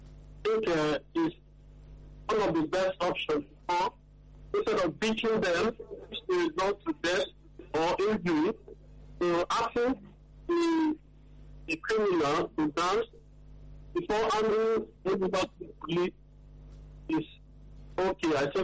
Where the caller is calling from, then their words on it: Ikeja, Lagos, Nigeria; I'm from Ikeja.